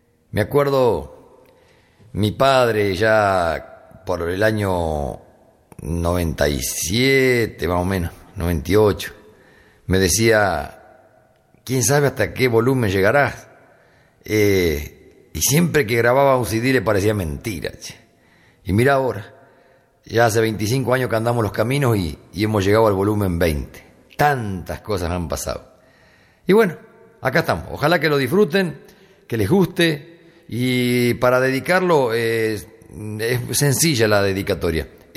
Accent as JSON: {"language": "Spanish", "country": "Argentina", "said": "esto pensé yo y todos los argentinos"}